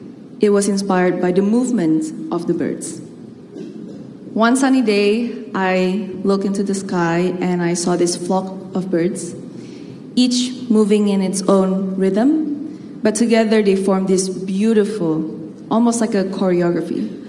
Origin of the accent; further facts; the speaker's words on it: Indonesia; now in Los Angeles, United States; I'm a composer from Indonesia, now based in Los Angeles.